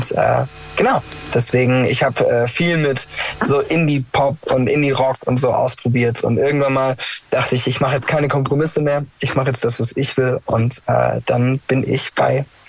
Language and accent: German; Ravensburg, Baden-Württemberg, Germany; Ich komme aus Ravensburg.